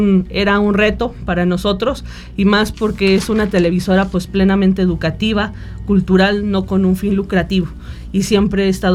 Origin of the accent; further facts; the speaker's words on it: Soledad de Graciano Sánchez, San Luis Potosí, Mexico; Sí, soy potosina. Nací en el municipio de Soledad de Graciano Sánchez, de mamá potosina, papá de la Ciudad de México y pues la primera de tres hermanos.